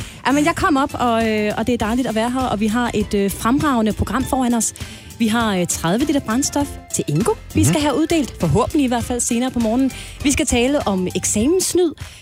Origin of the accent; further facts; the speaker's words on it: Region of Southern Denmark, Denmark; Og så skal vi tale om noget, som jeg som sønderjyde synes er gigantisk vigtigt.